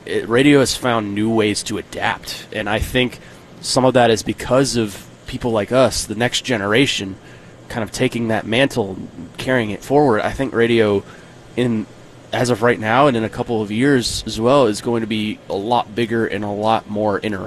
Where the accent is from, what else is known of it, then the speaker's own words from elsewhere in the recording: Nashville, Tennessee, United States; growing up in Nashville